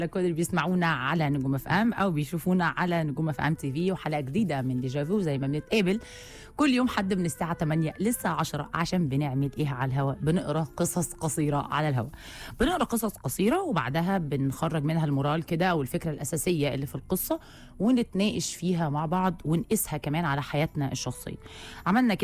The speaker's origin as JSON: {"language": "Arabic", "country": "Egypt", "said": "احنا كلنا كمصريين"}